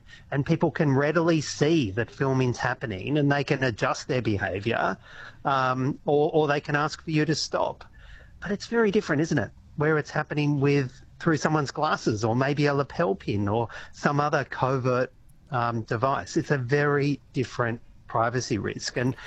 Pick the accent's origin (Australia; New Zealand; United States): Australia; New South Wales; You know, there are prohibitions in my home state of New South Wales, for example, about covert surveillance at work.